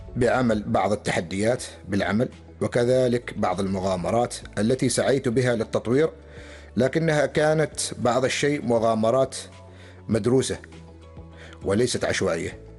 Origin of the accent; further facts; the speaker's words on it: Oman; نحن كعمانيين شابين وشابات